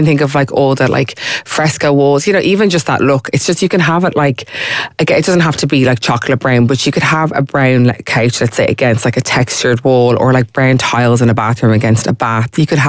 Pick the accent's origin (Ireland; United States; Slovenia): Ireland; we're from Ireland, like we've such beautiful buildings and history